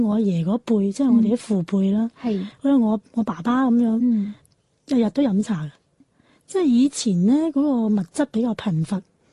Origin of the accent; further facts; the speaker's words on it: Guangdong, China; 我哋廣東人